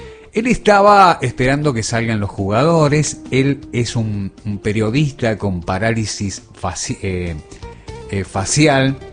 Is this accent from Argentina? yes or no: yes; Argentina